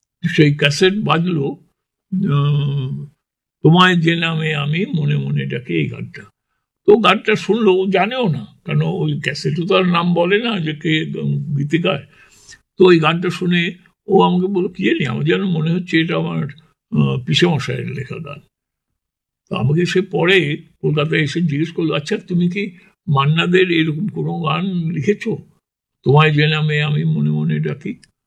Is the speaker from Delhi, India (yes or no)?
yes; Delhi, India; আমি দিল্লির ছেলে